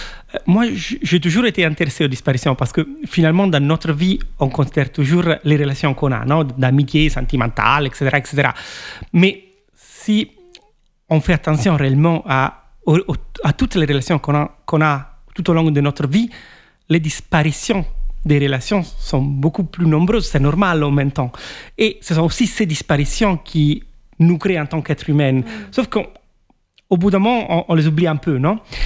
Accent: Italy; first language Italian; French is a second language; d'aller en profondeur de choses dont j'avais peur de parler dans ma langue maternelle, l'italienne. À l'époque, j'étais très timide en italien, très timide sur des choses plus profondes sur moi-même. Et en français, non, je ne l'étais pas.

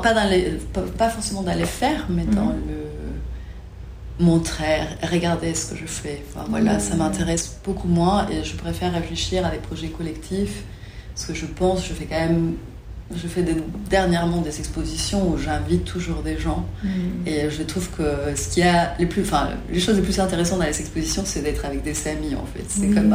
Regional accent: Mexico; now in Marseille, France; Donc, c'est vrai que Marseille, ça ressemble en quelque sorte à cette ville dans laquelle j'ai grandi au Mexique.

